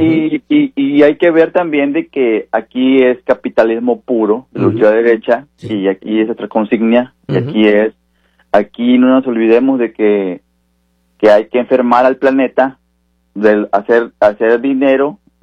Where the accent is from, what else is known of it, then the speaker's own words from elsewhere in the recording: Sonora, Mexico; Que somos de Sonora.